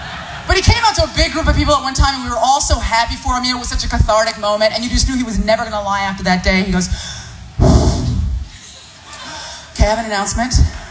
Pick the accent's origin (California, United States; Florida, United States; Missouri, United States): California, United States; San Francisco; I grew up in San Francisco. It's like a rule. Right? It is. It's a rule in San Francisco.